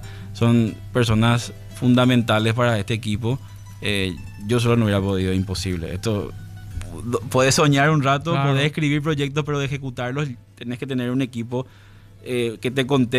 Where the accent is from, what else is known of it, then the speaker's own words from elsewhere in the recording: Asunción, Paraguay; Nosotros, como vos bien decís, somos personas de fuera, ¿verdad? Somos de Asunción.